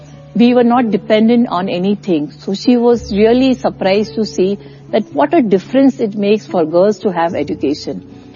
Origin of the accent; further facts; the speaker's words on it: Mumbai, Maharashtra, India; we are from Bombay